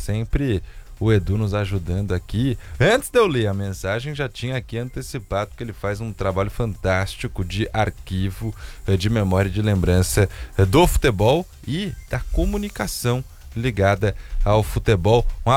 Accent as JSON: {"language": "Portuguese", "town": "Campinas", "region": "São Paulo", "country": "Brazil", "said": "Olha, sou de Campinas, amo minha cidade, sempre falo dela aqui."}